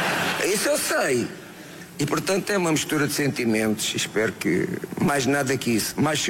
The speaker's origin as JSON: {"language": "Portuguese", "country": "Portugal", "said": "Sou português, amo o meu país."}